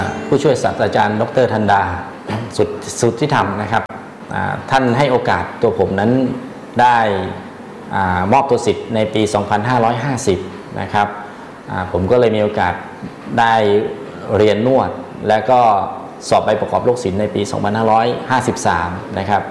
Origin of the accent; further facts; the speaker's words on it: Khon Kaen, Thailand; ผมเป็นคนขอนแก่นนะครับอยู่ที่อำเภอเขาสวนกวางนะครับ